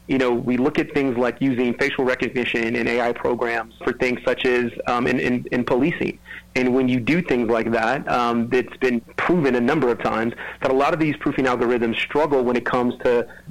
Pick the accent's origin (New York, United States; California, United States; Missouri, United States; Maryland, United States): California, United States; moved away as an adult; growing up in California.